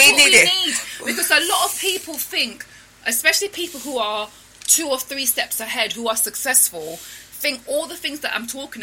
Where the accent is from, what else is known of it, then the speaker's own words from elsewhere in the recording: Jamaica; And because I came from Jamaica